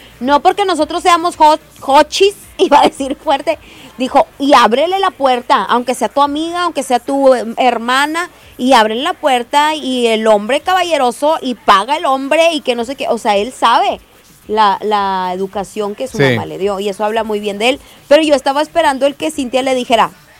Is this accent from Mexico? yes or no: yes; Mexico; nosotros como mexicanos